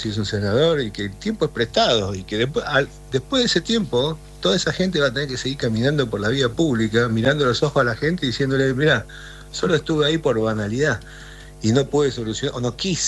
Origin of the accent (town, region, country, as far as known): Argentina